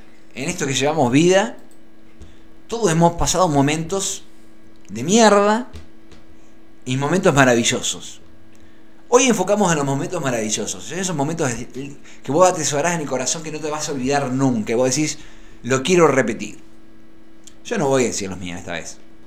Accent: Argentina; Mirá cómo somos los argentinos.

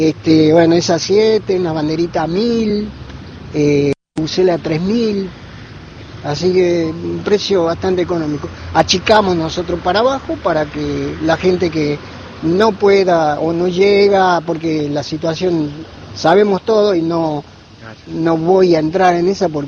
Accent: Argentina; Nosotros somos argentinos y somos del barro y sabemos gambetearla bien.

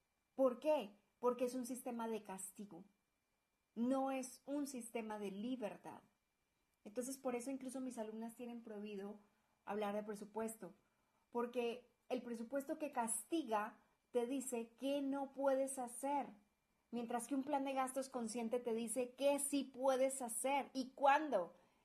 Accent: Colombia; now in Guadalajara, Mexico; Recuerda que … colombiana viviendo en Guadalajara, México

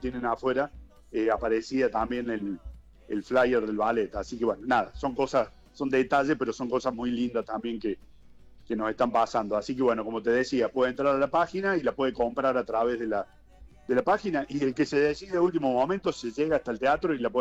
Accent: Argentina

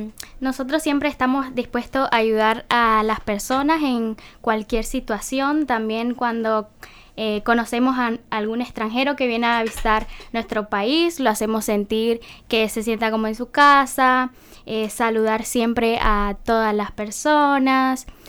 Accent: Colombia; Bueno, tengo 23 años. Como mencionaron, soy de Colombia y estoy en el último año de la carrera en nutrición.

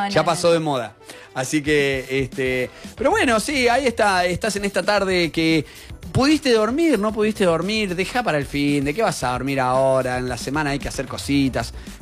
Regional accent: Toay, La Pampa, Argentina; now in Santa Rosa, Argentina; la localidad de Toay, que voy desde que soy niño. Viví en Toay, crecí en Toay.

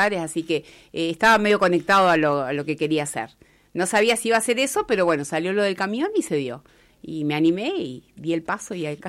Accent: Cipolletti, Río Negro, Argentina; nací y criada acá en Cipolletti.

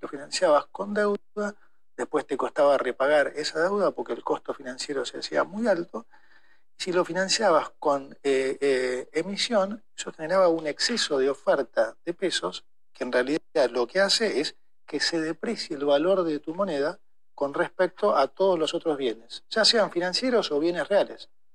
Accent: Argentina; uno tiene que estar como argentino.

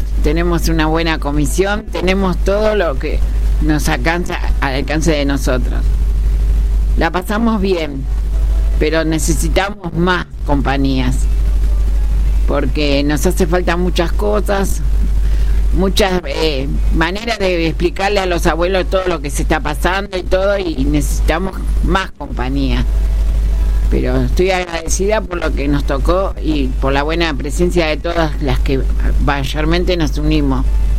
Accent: Gregorio de Laferrere, Buenos Aires Province, Argentina; De Las Ferreres, soy del barrio Ángela, Villa Ángela, que le dicen, pero yo vivo por ahí, por el lado de la Ruta 21, del otro lado.

